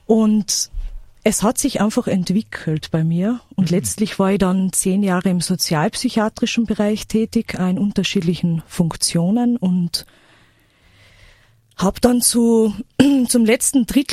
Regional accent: Carinthia, Austria; also born or lived in Villach; Ich bin in Villachstadt geboren und habe dann letztlich in Villachland, also in Kärnten, dann meine Kindheit und Schulzeit verbracht.

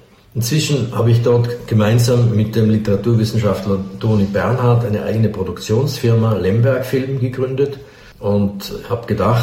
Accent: Götzens, Tyrol, Austria; Das war ein Skistar aus den 1970er Jahren, der in meinem Heimatdorf Götzens aufgewachsen ist. Er war ein paar Jahre älter als ich und der Held meiner Kindheit.

